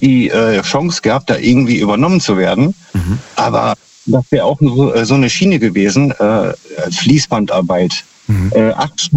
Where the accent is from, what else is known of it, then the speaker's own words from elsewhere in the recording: Minden, North Rhine-Westphalia, Germany; Ja, ich weiß nicht, ob du schon mal gehört hast, aus Minden.